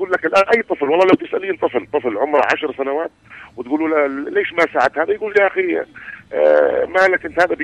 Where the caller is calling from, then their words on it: Al Mahrah, Yemen; من محافظة المهرة تابعكم.